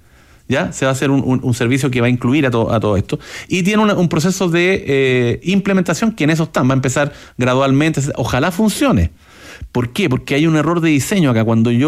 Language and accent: Spanish; Chile; aquí somos estúpidos los chilenos